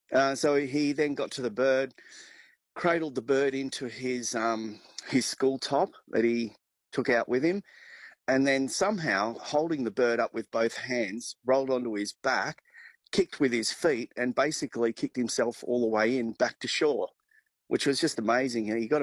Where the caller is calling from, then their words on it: St George, Queensland, Australia; We're currently at St George, heading our way all the way down to Broken Hill to the Monday Bash.